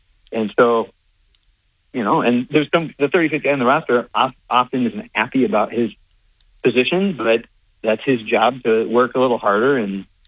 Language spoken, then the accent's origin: English; West Coast, United States; moved away; I grew up in the West Coast and went to Division I at Stanford.